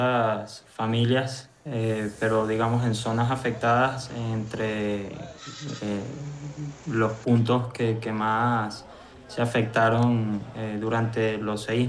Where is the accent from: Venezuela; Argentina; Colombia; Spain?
Venezuela; Caracas; como decimos en Venezuela, no, la zona en la que vivo no sufrió mayores daños.